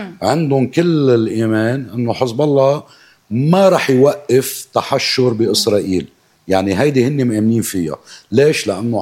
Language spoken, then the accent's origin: Arabic; Lebanon; نحن كدولة لبنانية